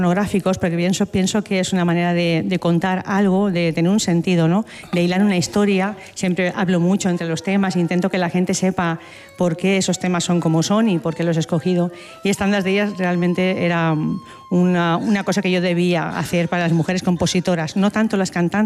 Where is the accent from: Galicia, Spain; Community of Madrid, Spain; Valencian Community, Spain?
Valencian Community, Spain; L'Olleria; soy muy pues, de mi pueblo, de Lollería